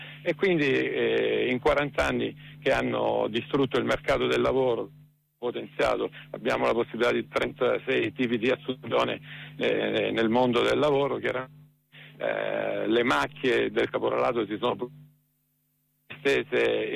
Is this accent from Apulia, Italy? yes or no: yes; Brindisi, Apulia, Italy; noi che veniamo dalla Puglia, io vengo da Brindisi, da oltre 40 anni che conosciamo il fenomeno del caporalato